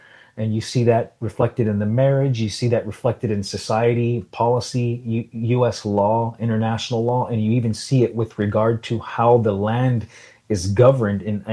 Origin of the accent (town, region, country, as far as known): Salt River, Arizona, United States; born or raised there